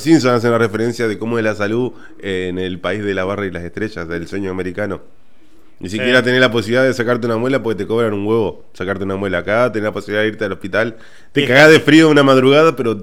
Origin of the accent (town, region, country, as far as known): Argentina